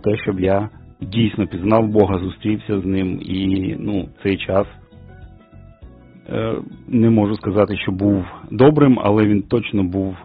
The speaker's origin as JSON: {"language": "Ukrainian", "region": "Kyiv", "country": "Ukraine", "tie": "born or raised there", "said": "Я народився в Києві і все життя живу в Києві. Ще народився в Радянському Союзі, деякий час жив до його розпаду. Сім'я була атеїстами"}